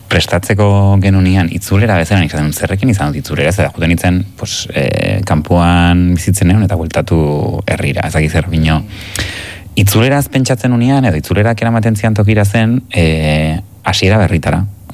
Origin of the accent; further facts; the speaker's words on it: Oiartzun, Basque Country, Spain; moved away; nere herria maite dut, Oiartzun